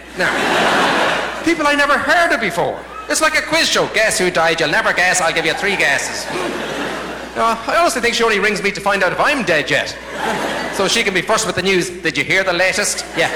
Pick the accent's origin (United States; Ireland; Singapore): Ireland; I'm Irish, I'm not an amphibian